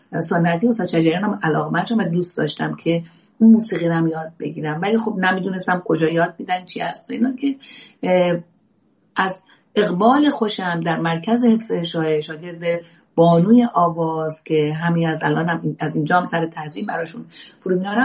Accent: Tehran, Tehran Province, Iran; من اصالتا بچه اشمت دوله تهرانم، متولد تهران هستم

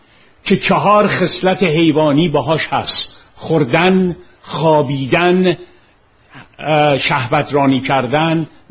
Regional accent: Iran

